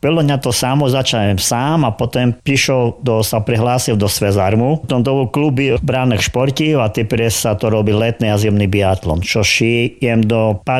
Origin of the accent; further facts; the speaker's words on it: Medzilaborce, Prešov Region, Slovakia; Pochádzam z Labirce, čiže z ML, z mesta Lask. Sa tam aj narodil, aj moji rodičia sa tam narodili